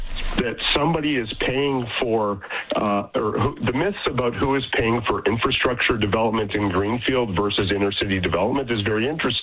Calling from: Calgary, Alberta, Canada; And I'm calling from Calgary, so there's lots of houses, lots of housing that's affordable

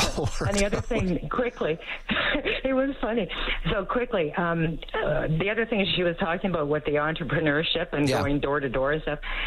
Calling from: Regina, Saskatchewan, Canada; 20 years ago, when I moved here from Calgary, I was applying for a job here.

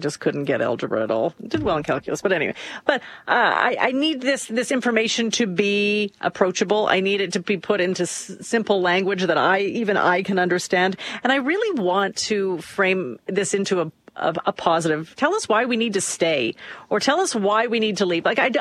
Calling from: Canada; I love my country and I can't imagine not being a Canadian.

